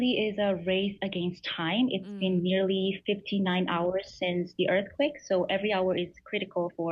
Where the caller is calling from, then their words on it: Medellin, Antioquia, Colombia; And personally, I'm speaking from Medellin, right? So roughly 190 kilometers from the epicenter.